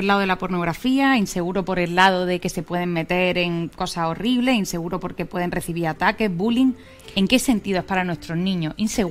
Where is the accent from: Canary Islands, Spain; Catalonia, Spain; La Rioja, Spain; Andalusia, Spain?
Andalusia, Spain; Granada; ha habido terremoto en mi ciudad natal, Granada, donde vive mi familia.